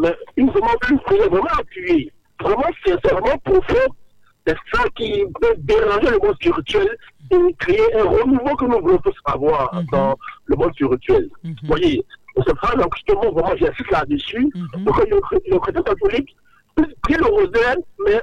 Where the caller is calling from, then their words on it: Abidjan, Côte d’Ivoire; Yopougon.